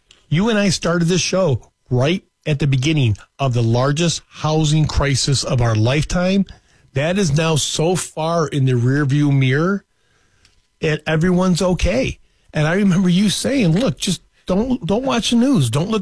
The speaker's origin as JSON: {"language": "English", "town": "Berkeley", "region": "California", "country": "United States", "tie": "born or raised there", "said": "And I have more than I ever thought I would have had when I was a kid growing up in Berkeley."}